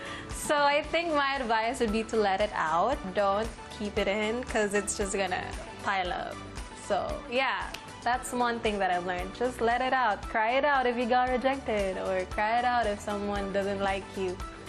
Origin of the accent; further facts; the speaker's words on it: Philippines; a lot of people think that I'm not from the Philippines, but I actually am. I was born here, I was raised here, so marunong ako mag-Tagalog. Medyo jeje nga ako, actually. So, yeah, I'm not Philam. I'm pure Filipino.